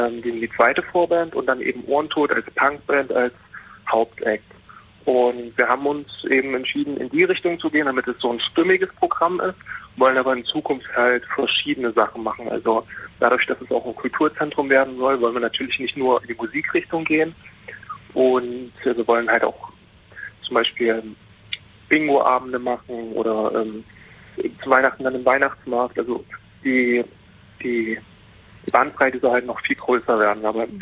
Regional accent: Bitterfeld-Wolfen, Saxony-Anhalt, Germany; Und dann haben wir gesagt, na, wir kommen aus Bitterfeld-Wolfen

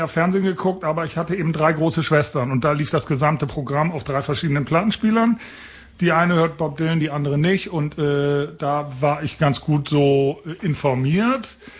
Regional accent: Bremen, Germany; Ich bin aufgewachsen in Bremen

